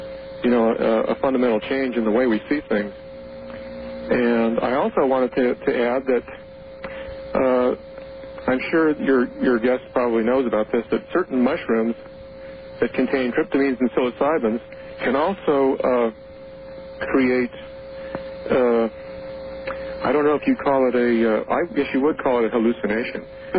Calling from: Oregon, United States; Yes, I'm calling from Southern Oregon.

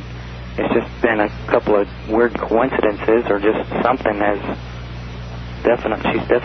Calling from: Anchorage, Alaska, United States; I'm calling from Anchorage, Alaska.

